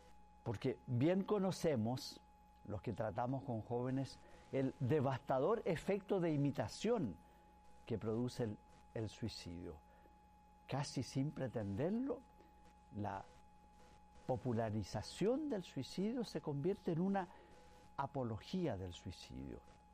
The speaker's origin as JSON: {"language": "Spanish", "country": "Chile", "said": "En Chile, mi país"}